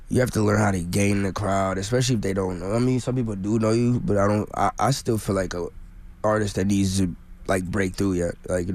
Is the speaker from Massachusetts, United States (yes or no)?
no; Minnesota, United States; moved away